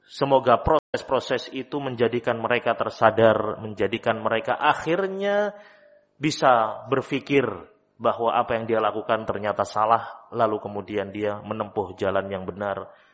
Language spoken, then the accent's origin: Indonesian; Java, Indonesia; Kalau dalam istilah kita orang Jawa